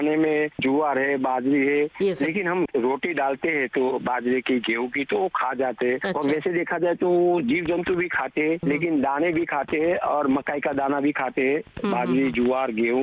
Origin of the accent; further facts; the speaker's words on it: Der, Gujarat, India; मेरा गाँव डेर है, तहसील जिला पाटन, वहाँ गोरैया बहुत है, अहमदाबाद में कम है।